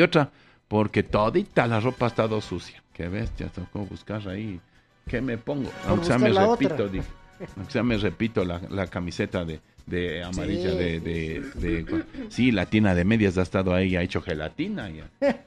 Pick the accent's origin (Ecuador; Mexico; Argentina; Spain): Ecuador; orgullo de haber nacido en esta patria linda y querida, de haber nacido en Ecuador.